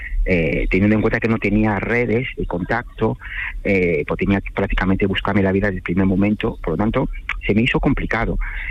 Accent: Cameroon; moved away as an adult; volver a Camerún y dedicarme un poco a la insonorización, a facilitar que la música fluya en mi ciudad natal

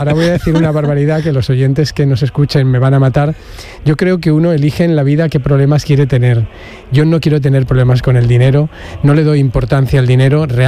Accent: Region of Murcia, Spain; also born or lived in Barcelona; now in Seville, Spain; Sí, no soy catalán, yo soy murciano realmente. Y me fui a Barcelona a estudiar al Instituto del Teatro. Y luego lo que no sabéis es que yo vivo en Sevilla hace 10 años.

